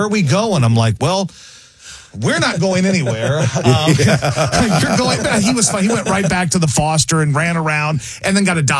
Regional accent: Baton Rouge, Louisiana, United States; I grew up in Baton Rouge, Louisiana.

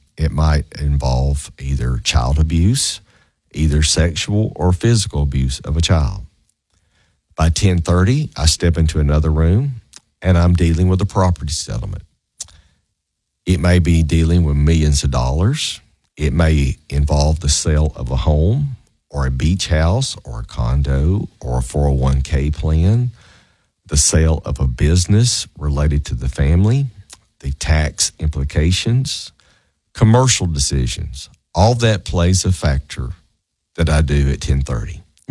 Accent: Southern United States, United States; accent: Southern; overlook my Southern accent.

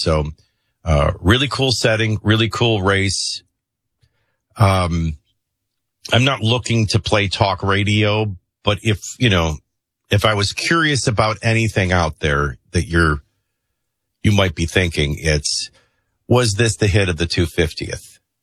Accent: New Orleans, Louisiana, United States; Well, I grew up in New Orleans, so we're used to that.

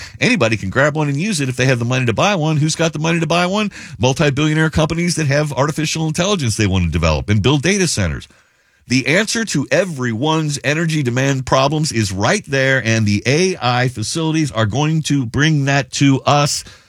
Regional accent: United States; born there; We here in the United States, and we're blessed to have been born in this country.

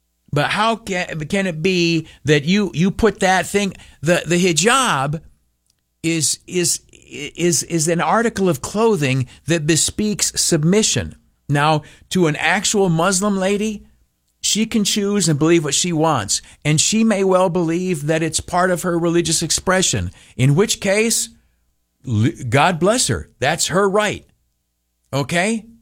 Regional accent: United States; as an American from a pluralistic Western society

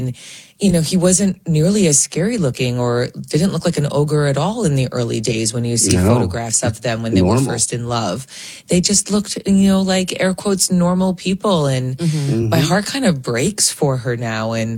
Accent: New York, United States; Courtney and I are New Yorkers. I grew up on Long Island.

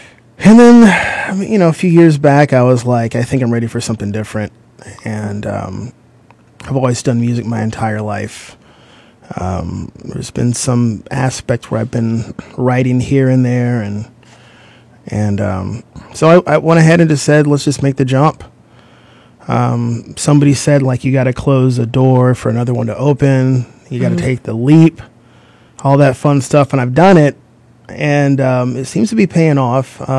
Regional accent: Fort Worth, Texas, United States; also born or lived in Austin; I'm from Fort Worth.

